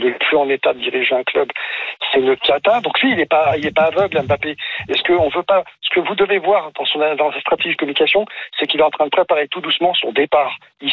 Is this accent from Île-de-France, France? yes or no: yes; Paris, Île-de-France, France; moi je suis parisien